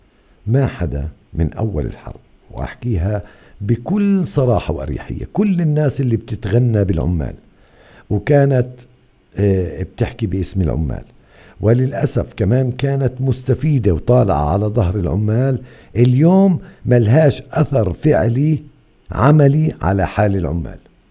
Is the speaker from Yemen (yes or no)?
no; Hebron, West Bank, Palestine; عندنا في الخليل